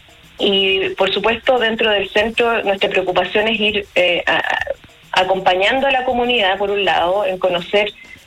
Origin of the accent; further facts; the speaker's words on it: Valparaíso, Chile; yo por lo menos soy porteña y vivía aquí.